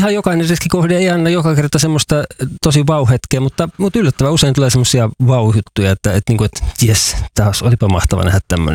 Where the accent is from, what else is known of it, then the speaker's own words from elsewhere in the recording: Vantaa, Uusimaa, Finland; now in Kainuu, Finland; mä oon siis Vantaalta kotoisin, vaikka asun nykyään Kainuussa